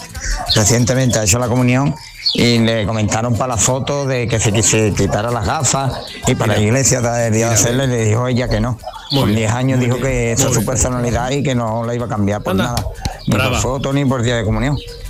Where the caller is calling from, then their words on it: Alcalá de Guadaíra, Andalusia, Spain; de Alcalá de Guadaira.